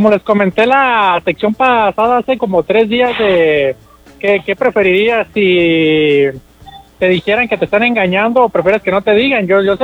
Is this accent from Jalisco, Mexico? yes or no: yes; Guadalajara, Jalisco, Mexico; Muy buenos días … de Guanatos.